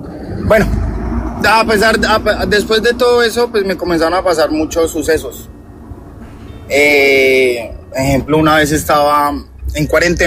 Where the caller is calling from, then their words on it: Chicoral, Tolima, Colombia; lo estoy llamando en estos momentos en Chicoral, Tolima.